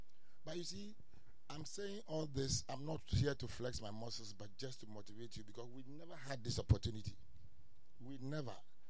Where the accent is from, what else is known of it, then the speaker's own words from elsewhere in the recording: Tema, Greater Accra, Ghana; I grew up here in Tema.